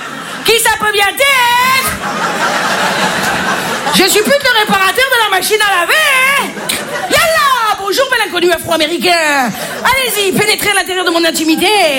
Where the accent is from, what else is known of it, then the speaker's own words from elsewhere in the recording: Marseille, Provence-Alpes-Côte d'Azur, France; accent: Marseille; Je m'y connais, l'accent. Je suis marseillaise. Je peux tout jouer et tout.